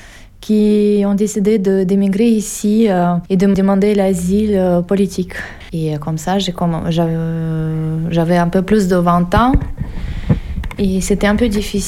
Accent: Barnaul, Altai Krai, Russia; French is a second language; moved away as an adult; now in France; je suis né à Barnaoul. J'ai vécu toute ma vie là-bas. Je n'ai pas beaucoup bougé pendant ma vie. Et pour moi, c'est vraiment ma ville natale, ma région d'origine.

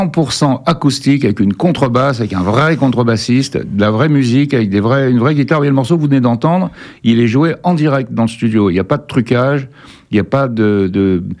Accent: Paris, Île-de-France, France; Bon, donc je suis un Parisien expatrié dans le Sud-Ouest

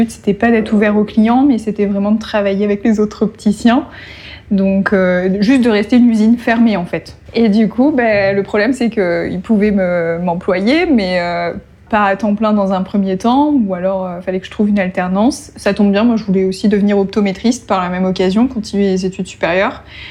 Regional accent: Grand Est, France; j'étais proche du Luxembourg. Donc, je m'étais dit, si jamais ça fonctionne pas ici, je retournerai peut-être en Lorraine et je pourrais bosser au Luxembourg en tant qu'opto.

